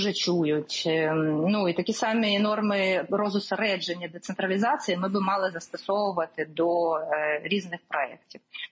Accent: Kyiv, Ukraine; як киянка, як українка

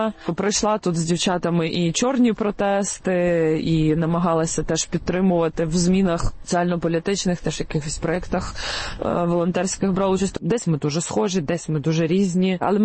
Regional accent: Donetsk Oblast, Ukraine; born there; moved away; also born or lived in Crimea; бо Донеччина – це місце народження моєї мами, бо мій батько з Бессарабщини, з Південно-Західної Одещини. І частину дитинства я провела в Криму.

